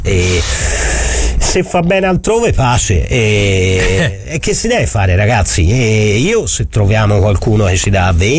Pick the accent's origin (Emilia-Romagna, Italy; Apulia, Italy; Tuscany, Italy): Tuscany, Italy; Florence; Cioè, non è detto che a noi siamo fiorentini, Firenze è bellissima, la città più bella del mondo